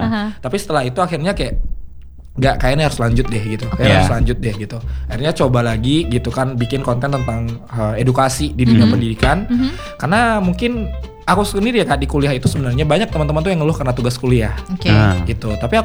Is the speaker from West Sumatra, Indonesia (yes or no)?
yes; Padang, West Sumatra, Indonesia; aku kan aslinya dari Padang nih, dari Padang